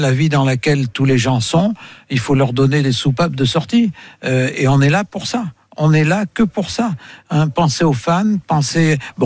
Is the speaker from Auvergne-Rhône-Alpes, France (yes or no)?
yes; Auvergne-Rhône-Alpes, France; Non, c'est bon, moi, je suis auvergnat, alors.